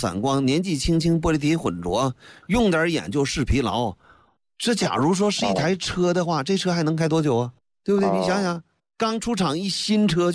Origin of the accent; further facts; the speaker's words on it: China; 我们中国人平均日常饮食每天提供300毫克的钙